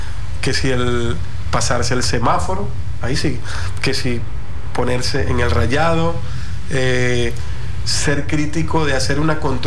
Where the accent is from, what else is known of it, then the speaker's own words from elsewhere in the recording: Venezuela; nosotros como venezolanos